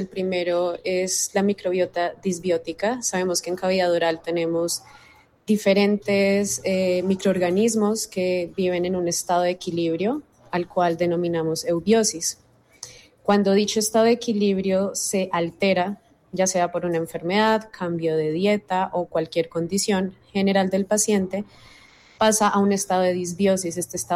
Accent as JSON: {"language": "Spanish", "country": "Colombia", "said": "vivimos en Colombia, Colombia es un país biodiverso, es el segundo país más biodiverso del mundo. Creo que sería importante como investigadora colombiana"}